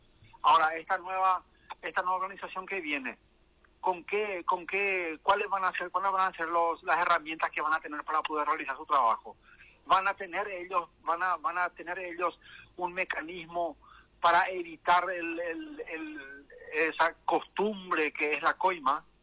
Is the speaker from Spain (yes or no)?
no; Paraguay; nosotros ahora como paraguayos